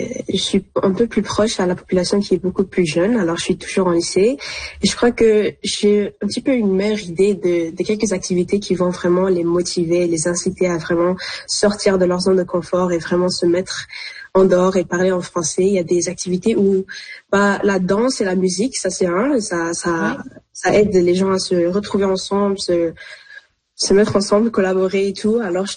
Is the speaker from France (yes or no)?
no; Canada; notre identité canadienne